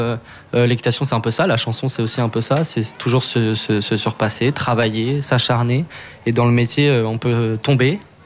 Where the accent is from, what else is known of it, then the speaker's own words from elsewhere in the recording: Saint-Brieuc, Brittany, France; Je viens de Bretagne